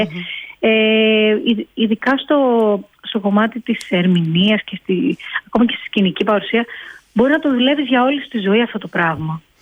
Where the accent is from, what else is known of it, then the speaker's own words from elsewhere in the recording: Crete, Greece; Γιατί επειδή μεγάλωσα και στην Κρήτη δεν έτυχε ναι. να το δω κάπου